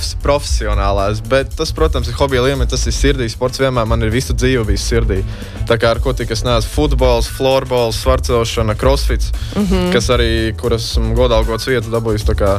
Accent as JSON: {"language": "Latvian", "town": "Liepāja", "region": "Kurzeme", "country": "Latvia", "tie": "born or raised there", "said": "mēs esam no Liepājas"}